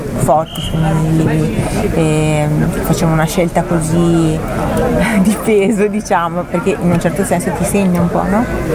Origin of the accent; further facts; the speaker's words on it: Venice, Veneto, Italy; io sono di un'isola di Venezia, no? Sono veneziana